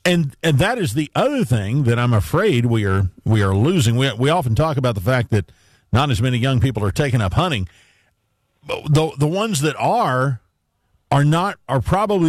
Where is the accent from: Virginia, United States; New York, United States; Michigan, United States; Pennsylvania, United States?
Virginia, United States; when I was growing up in Virginia, their season always opened on September 15th.